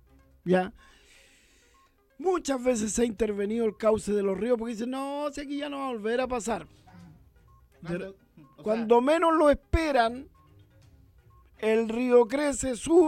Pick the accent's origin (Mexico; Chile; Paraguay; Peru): Chile